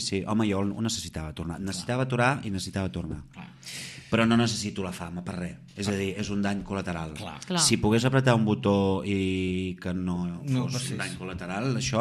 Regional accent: Gelida, Catalonia, Spain; jo és que visc a Gelida, que és el meu poble, la gent del meu poble em coneixen tots, i he tornat a Gelida

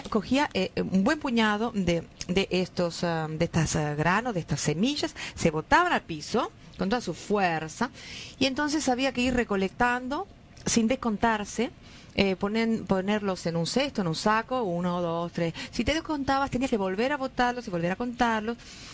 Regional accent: Argentina; moved away; yo soy argentina, no soy asturiana.

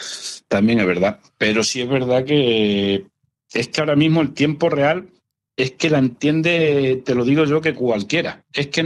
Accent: Extremadura, Spain; la zona nuestra de Extremadura

